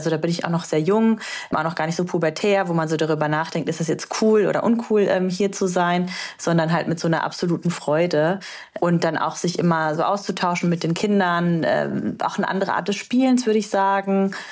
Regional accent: Transylvania, Romania; Mein Glücksort sind nämlich die Sommerferien und Winterferien in meiner Heimat, bei meiner Großmutter in Rumänien in Siebenbürgen.

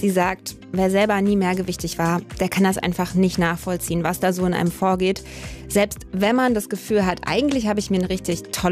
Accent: Berlin, Germany; auf Berlin lasse ich als Berlinerin natürlich nichts kommen.

